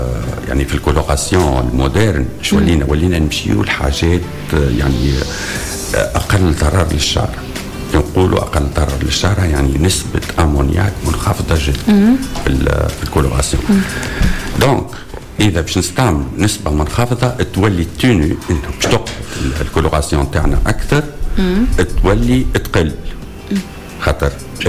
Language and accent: Arabic; Tunisia; عندنا في تونس